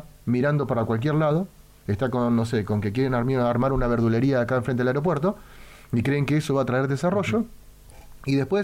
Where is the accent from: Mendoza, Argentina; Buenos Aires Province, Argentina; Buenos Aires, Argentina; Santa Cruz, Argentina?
Santa Cruz, Argentina; primero y principal, soy de Santa Cruz.